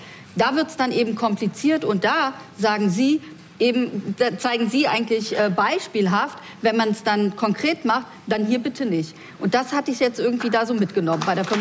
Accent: East Germany, Germany; Ich komme ja auch aus Ostdeutschland, da kann man das leicht sagen.

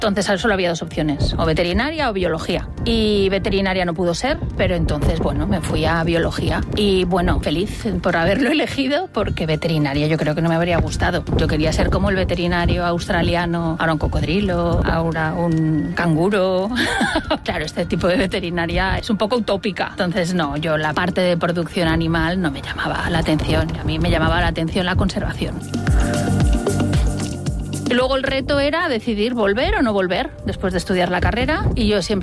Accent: Ibiza, Balearic Islands, Spain; born there; Yo soy nacida en Ibiza y por parte de mi madre, familia ibicenca, más o menos de Ibiza ciudad.

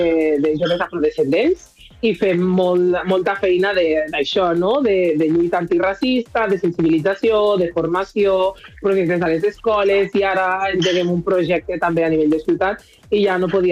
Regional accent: Lleida, Catalonia, Spain; born there; jo soc, me veieu negra, però jo soc nascuda a Lleida, de mare blanca, rosa i gairebé amb els ulls blaus.

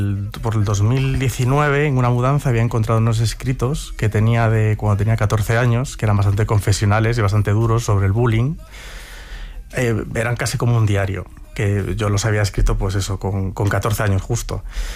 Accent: Ourense, Galicia, Spain; Entonces, a mí me daba miedo Ourense. Me daba miedo eso, esa vuelta a mi ciudad natal

